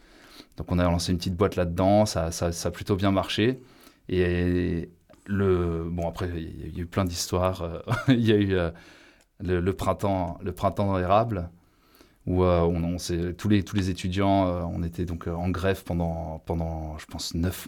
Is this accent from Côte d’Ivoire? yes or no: no; France; born there; also born or lived in Quebec, Canada; Non, je suis né en France et j'ai vécu longtemps à l'étranger.